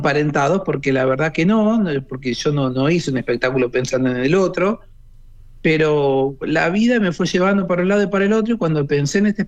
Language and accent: Spanish; La Plata, Buenos Aires Province, Argentina; Yo, mira, soy platense, la ciudad es muy linda también.